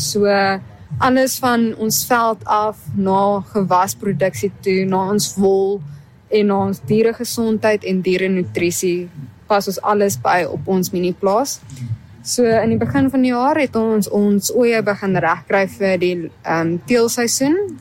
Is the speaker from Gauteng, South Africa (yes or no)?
no; Middelburg, Eastern Cape, South Africa; Ek is hier van Middelburg af.